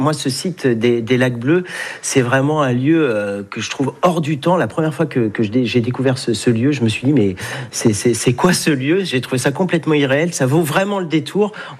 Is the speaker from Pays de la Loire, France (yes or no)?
no; Brittany, France; On est vraiment chez nous en Bretagne.